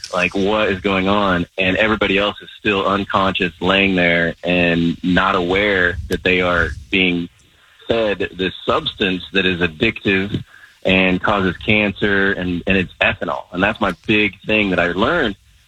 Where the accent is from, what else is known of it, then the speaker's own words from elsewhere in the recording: Midwest, United States; as a man, you know, growing up in the Midwest, we get to be angry and we get to smile a little bit.